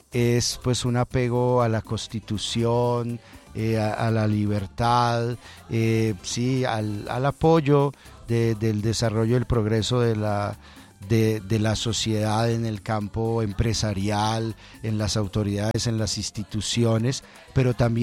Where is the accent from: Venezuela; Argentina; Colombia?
Colombia; a Colombia, a nuestro país